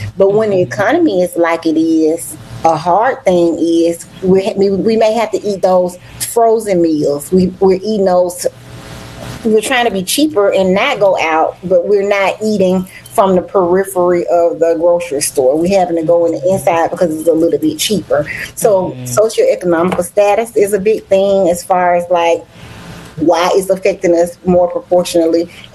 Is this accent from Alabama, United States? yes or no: yes; Alabama, United States; I'm from Alabama, so we are big on tea, okay?